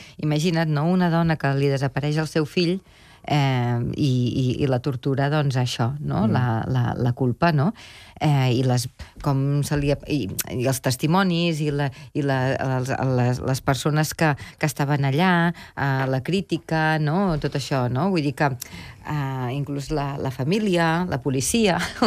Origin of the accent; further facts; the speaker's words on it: Catalonia, Spain; Com a bona catalana.